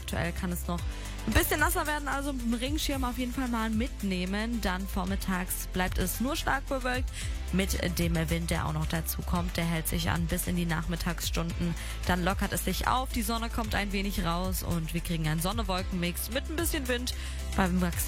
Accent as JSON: {"language": "German", "region": "Rhineland-Palatinate", "country": "Germany", "said": "Ja, es ist das gut bei uns in der Pfalz, wo wir, glaube ich, nicht ohne leben können. Das ist unsere Identität."}